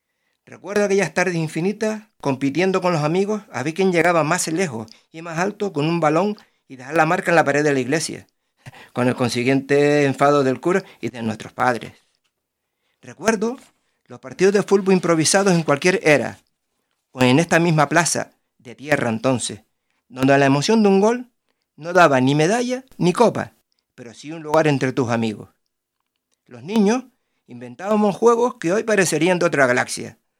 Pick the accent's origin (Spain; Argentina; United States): Spain; Teror, Canary Islands; moved away; Siempre que me preguntan de dónde soy, digo que del Palmar de Terror, como no puede ser de otro modo, aunque algunos se empeñen reiteradamente en llamarme chicharrero. Hoy vengo a hablarles desde la emoción de quien nunca ha dejado de pertenecer a este barrio